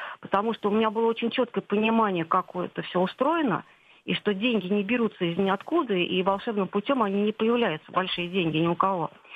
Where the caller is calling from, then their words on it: Saratov, Saratov Oblast, Russia; я из Саратова.